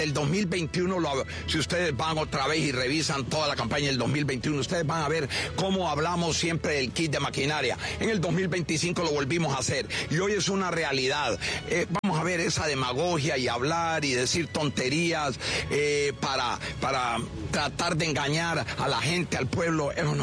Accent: Honduras; Todos somos hondureños y necesitamos una Honduras fuerte

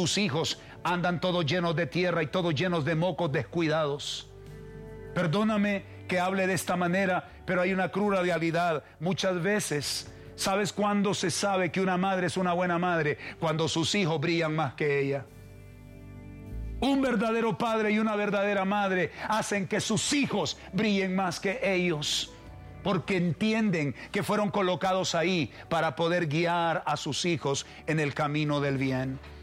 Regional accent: Tegucigalpa, Francisco Morazán, Honduras; now in San Pedro Sula, Honduras; Soy de Tegucigalpa, aunque vivo en San Pedro Sula. Vengo del reparto por arriba, la Guillén.

